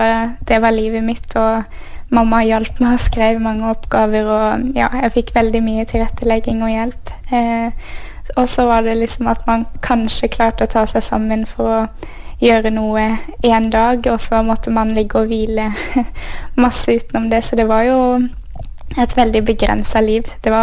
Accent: Froland, Agder, Norway; also born or lived in Bergen; Jeg er født i Froland, eller Arendal sykehus. Men vi flyttet til Bergen da jeg var 4 år, og der bodde vi 10 år før vi flyttet tilbake igjen til Froland

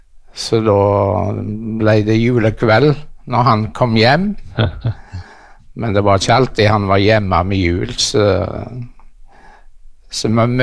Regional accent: Karmøy, Rogaland, Norway; Ja, jeg vokste opp på Karmøy, eller nærmere bestemt Sævlandsvik. I oppveksten så hadde jeg et relativt trygt miljø rundt meg. Vokste opp i en kristen heim.

